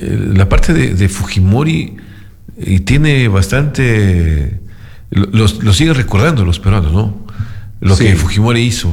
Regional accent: Loja, Ecuador; como lojanos, como ecuatorianos

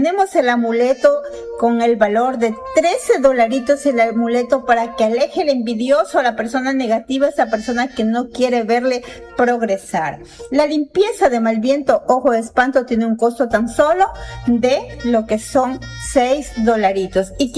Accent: Ecuador; te vas a guiar por la banderita del Ecuador. Sí, porque somos ecuatorianos, porque somos de este país maravilloso.

